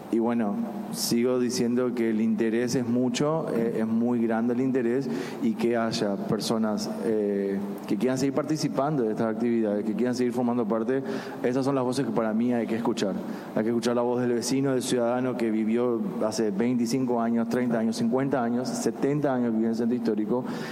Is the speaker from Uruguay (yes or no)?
yes; Uruguay; moved away as an adult; Yo como extranjero vivo hace 10 años, yo soy uruguayo y vivo hace 10 años acá